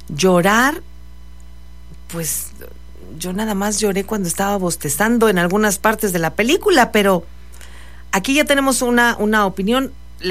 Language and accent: Spanish; Monterrey, Nuevo León, Mexico; Nosotros somos de Monterrey y aquí para las 7 ya estábamos con el fresco bien a gusto.